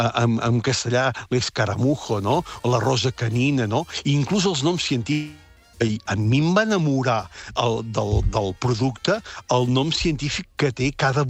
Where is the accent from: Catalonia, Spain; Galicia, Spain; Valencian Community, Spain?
Catalonia, Spain; Jo que sóc de la Garrotxa